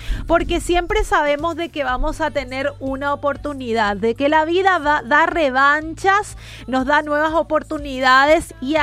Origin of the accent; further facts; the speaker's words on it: Paraguay; hoy soy más paraguaya que nunca